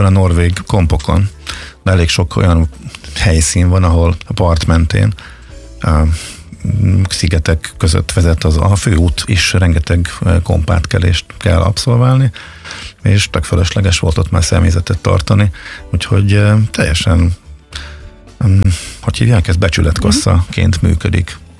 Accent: Zalaegerszeg, Zala, Hungary; A Göcsében igen, ez a Zalaegerszegen nőttem föl

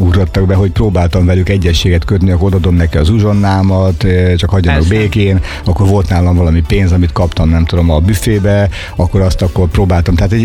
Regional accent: Battonya, Békés, Hungary; Én Batonyán nőttem fel, egy kis faluban ráadásul, tehát hogy nem is egy nagy város elhagyott az utcáján, hanem ott mindenki ismert mindenkit

